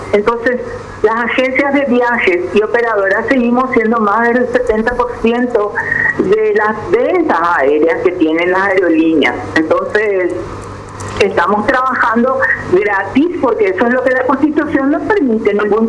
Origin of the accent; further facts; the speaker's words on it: Paraguay; podemos llegar a ser locales nosotros los paraguayos.